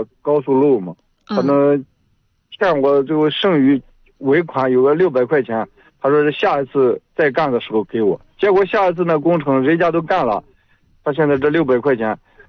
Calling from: Yanhu District, Shanxi, China; 我是盐湖区西张乡的。

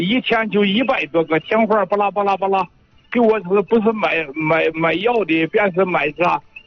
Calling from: Jishan, Shanxi, China

